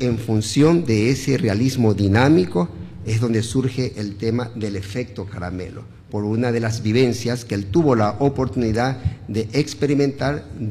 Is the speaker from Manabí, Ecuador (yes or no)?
yes; Santa Ana, Manabí, Ecuador; now in Manta, Ecuador; yo orgullosamente soy de Santa Ana.